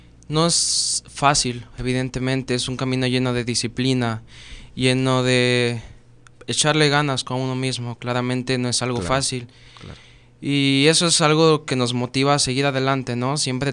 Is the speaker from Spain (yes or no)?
no; Mexico; como mexicanos siempre tenemos ese aspecto de patriotismo adentro